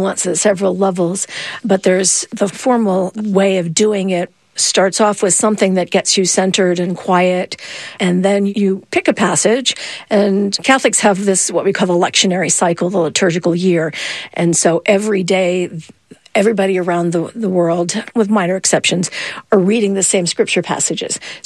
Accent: Latrobe, Pennsylvania, United States; I'll send you to my hometown, Latrobe, Pennsylvania. It's got the oldest Benedictine archabbey in the country.

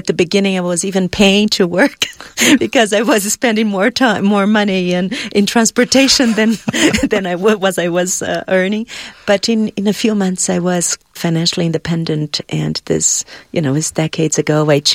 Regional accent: Brazil; moved away as an adult; now in Boston, United States; I am from Brazil

